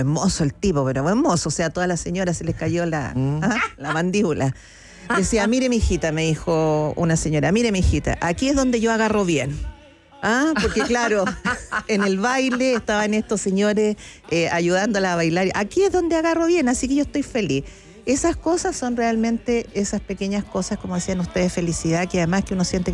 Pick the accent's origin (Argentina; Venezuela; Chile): Chile